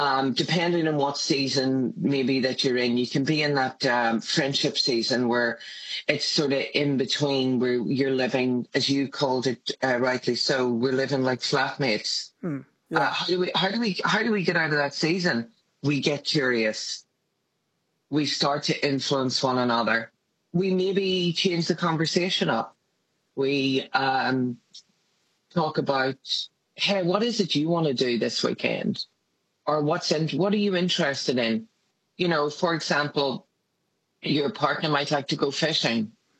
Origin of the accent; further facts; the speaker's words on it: Northern Ireland, United Kingdom; We tend to not want to work at them the same way that maybe I grew up in Northern Ireland.